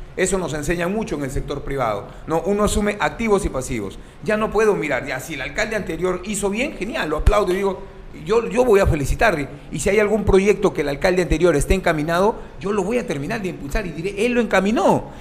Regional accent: Piura, Peru; Aquí yo soy un piurano neto, un piurano de pura cepa. Nací y crecí aquí en Piura. No, entonces conozco mi realidad, Jimmy. Vengo de un asentamiento humano Pachitea

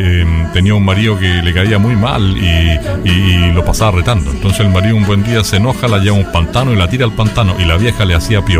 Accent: Valparaíso, Chile; moved away as an adult; now in Quilpué, Chile; Yo soy porteño de origen, vivo en Quilpué hace ya la segunda mitad de mi vida

